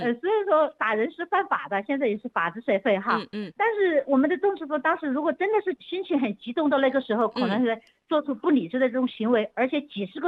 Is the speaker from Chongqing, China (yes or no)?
yes; Fengjie, Chongqing, China; born there; also born or lived in Beijing